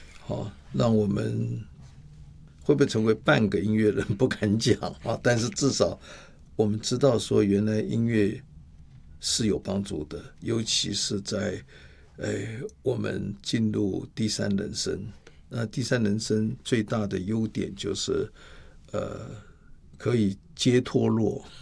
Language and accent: Chinese; Taiwan